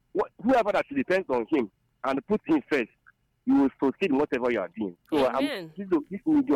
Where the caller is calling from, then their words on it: Olo, Enugu State, Nigeria; I'm from Olo.